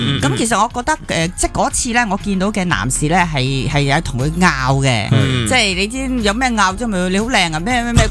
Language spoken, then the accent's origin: Cantonese; Hong Kong; 我哋香港人成日逼嚟逼去噶。